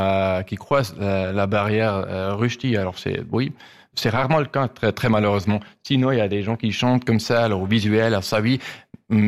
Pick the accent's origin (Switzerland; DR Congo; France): Switzerland; German-speaking Switzerland; accent: Swiss German; French is a second language; Je suis suisse-allemand